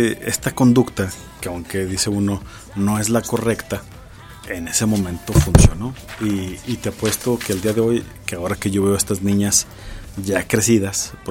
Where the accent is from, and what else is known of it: Mexico